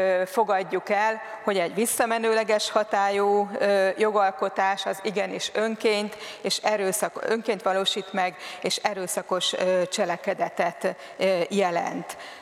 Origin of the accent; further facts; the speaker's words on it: Sárvár, Vas, Hungary; Az én szülővárosom Sárvár, és sokáig kimutatható, hogy a családunk ott élt.